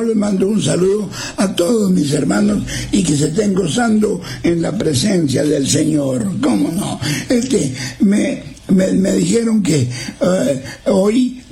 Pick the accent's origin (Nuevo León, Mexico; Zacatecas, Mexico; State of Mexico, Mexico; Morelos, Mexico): Nuevo León, Mexico; General Terán; Ánimo, yo también soy de Terán. Ándale, has de ser bueno para cantar, porque los de ahí de Terán, el que no canta es que tiene enferma la garganta, pues ahí eran los alegres, y es cierto.